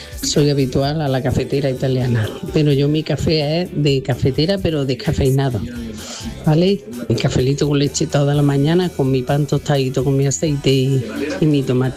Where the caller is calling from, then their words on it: Córdoba, Andalusia, Spain; de Córdoba.